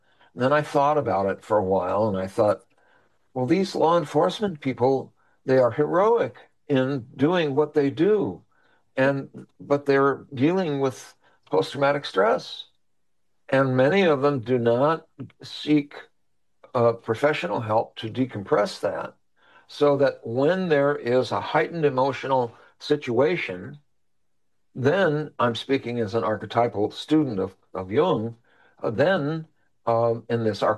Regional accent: Minneapolis, Minnesota, United States; I'm from Minneapolis, and so I'm kind of reactionary here, right?

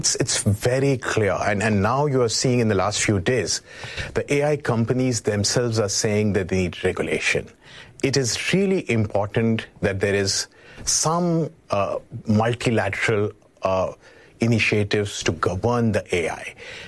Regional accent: India

